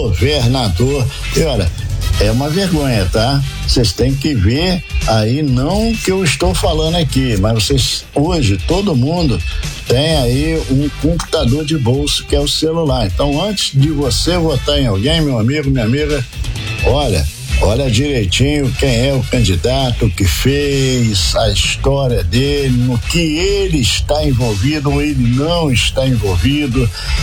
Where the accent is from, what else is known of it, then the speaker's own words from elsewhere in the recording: Brazil; nós aqui somos do Brasil e nós torcemos pelo Brasil